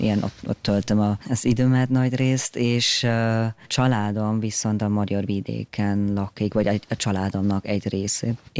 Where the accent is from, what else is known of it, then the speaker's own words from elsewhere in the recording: Germany; Csak Németországban egy nagyon, nagyon vidéki helyen nőttem fel, és eléggé konzervatív volt a társadalomot, és hát az a magyar nyelv, ez valahogy, ez nem tudom, ilyen stigmatizált vagy nem tudom.